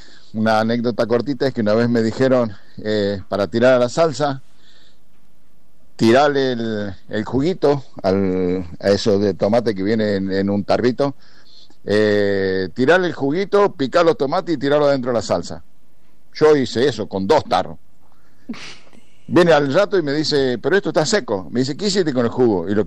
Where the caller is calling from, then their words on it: Catamarca, Argentina; por la tonada ya me sacan que no soy de La Plata, ¿verdad? Bueno, soy de Catamarca.